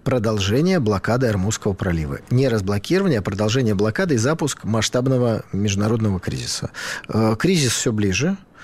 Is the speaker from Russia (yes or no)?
no; Armenia; Армения, это ну, мы, армяне, да, находятся в очень сложном и плохом географическом положении